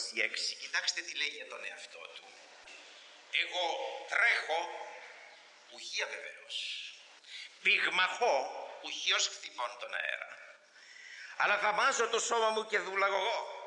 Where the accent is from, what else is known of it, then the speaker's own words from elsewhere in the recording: Greece; επειδή είμαι Έλληνας